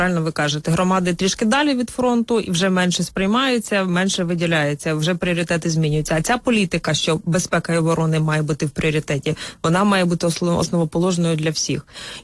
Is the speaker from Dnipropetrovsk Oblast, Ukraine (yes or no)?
no; Sumy Oblast, Ukraine; Ми земляки з вами, я так, Сумщина. Козацьке місто.